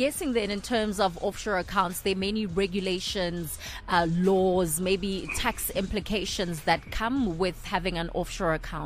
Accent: South Africa; as a South African

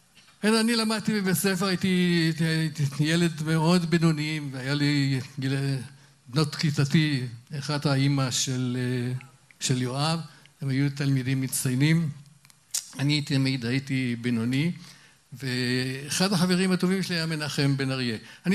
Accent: Rosh Pinna, Northern District, Israel; ואני נולדתי במושבה, נולדתי ממש בביתי

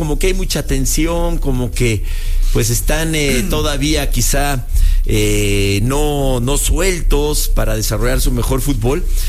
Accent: Mexico; No, no, no, mi país es México. ¿Qué pasó? Yo soy mexicano

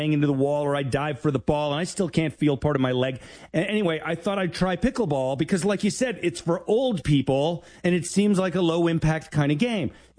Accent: New York, United States; moved away; And I'm originally from New York

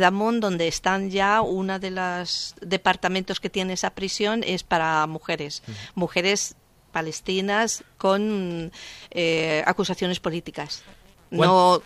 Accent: Spain; que soy española, la más mayor de todas, tenía 63 años.

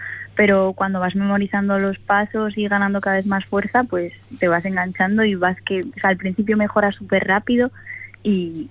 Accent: Ansoáin, Navarre, Spain; born there

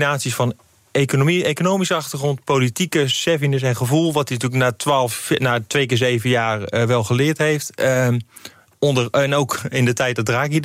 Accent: Groningen, Netherlands; ik kan het als Groninger moet ik natuurlijk zeggen

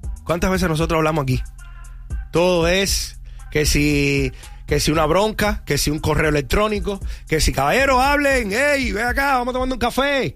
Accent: Cuba; moved away

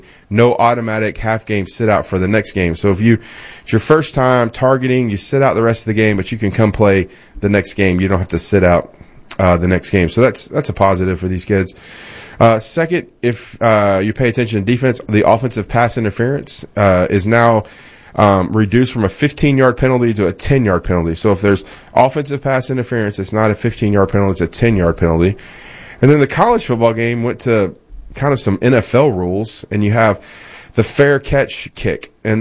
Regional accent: Little Rock, Arkansas, United States; And just in full disclosure, I grew up in Little Rock, Arkansas.

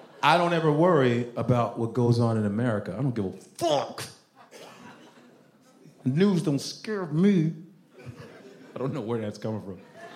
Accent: Nigeria; And I would always tell people, they don't believe I'm Nigerian. I said, dude, call my parents' house, right?

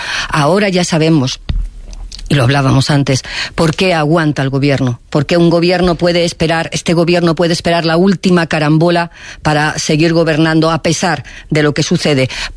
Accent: Castile and León, Spain; Ya le vendría bien a mi tierra, a Castilla y León, tener migración joven allí

